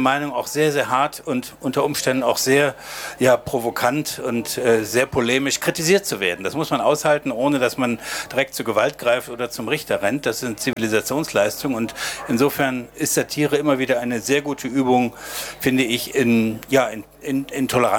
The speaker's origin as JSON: {"language": "German", "town": "Düsseldorf", "region": "North Rhine-Westphalia", "country": "Germany", "said": "ich bin Düsseldorfer, Heinrich Heine auch."}